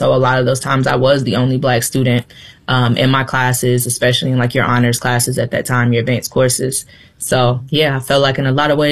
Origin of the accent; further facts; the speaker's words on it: North Carolina, United States; also born or lived in Youngstown, Ohio / Texas; I was born in Youngstown, Ohio. By the time I was two, we had started moving. So I was in North Carolina, Fort Bragg area for about 10 years. Then we went to Texas and Fort Hood area.